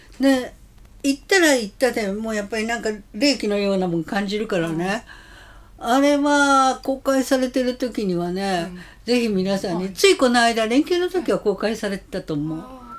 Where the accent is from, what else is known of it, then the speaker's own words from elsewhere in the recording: Kansai, Japan; 私はあの関西出身だから向こう市は実は知らなかったのね。